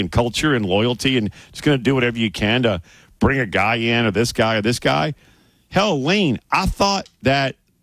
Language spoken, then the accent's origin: English; Louisiana, United States; the public image right now of LSU, hell, my home state is, what the hell are you doing?